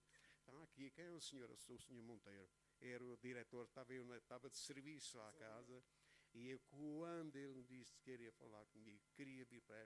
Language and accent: Portuguese; Covilhã, Centro, Portugal; eu já cá estou, eu sou da Covilhã